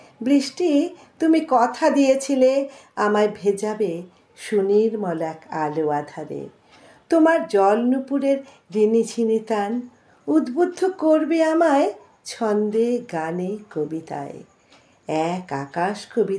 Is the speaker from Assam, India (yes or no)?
no; Jalpaiguri, West Bengal, India; moved away; আমাদের বাড়ি ছিল জলপাইগুড়িতে, ওখানে আমার বাবা রেলে কাজ করতেন, আসামে ছিলেন, কিন্তু আমাদের বাড়ি হচ্ছে জলপাইগুড়িতে। এখন তো আর নেই, বাবা মাও নেই।